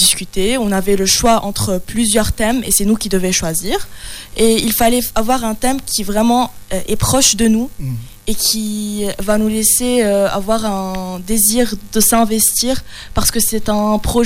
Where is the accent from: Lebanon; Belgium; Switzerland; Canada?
Lebanon; moved away as an adult; now in France; moi, je suis libanaise, donc j'ai ouais. fait mon bac français au Liban.